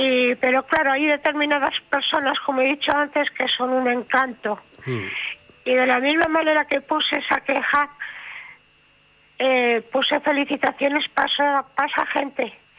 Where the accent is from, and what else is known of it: Santander, Cantabria, Spain